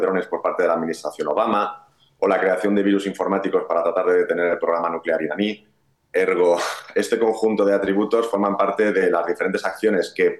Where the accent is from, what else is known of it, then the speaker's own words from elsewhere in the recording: Spain; nosotros como España